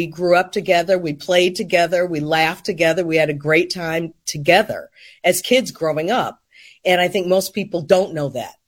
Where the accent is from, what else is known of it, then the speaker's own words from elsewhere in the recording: Chicago, Illinois, United States; I grew up in Hyde Park until I was nine.